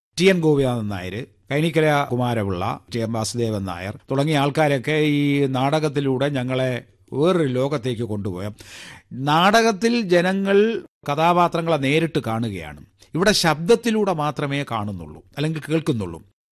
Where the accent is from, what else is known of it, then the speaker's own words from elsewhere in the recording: Kerala, India; കാരണം ഞാൻ ജനിച്ചു വളർന്നത് ഒരു ഗ്രാമത്തിലാണ്. നെയ്യാറ്റിൻകര താലൂക്കിലെ ആനാവൂർ വില്ലേജിൽപ്പെട്ട ഒരു പ്രദേശത്താണ് ഞാൻ ജനിച്ചതും വളർന്നതും. എൻ്റെ ബാല്യകാല വിദ്യാഭ്യാസവും ഒക്കെ അവിടെയായിരുന്നു.